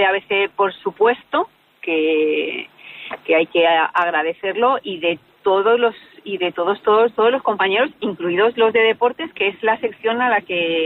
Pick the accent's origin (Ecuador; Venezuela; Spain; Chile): Spain; Albacete, Castilla-La Mancha; now in Madrid, Spain